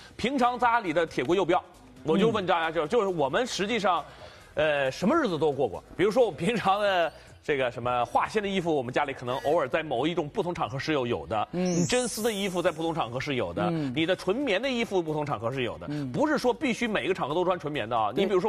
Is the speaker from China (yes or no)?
yes; China; 咱作为一个中国人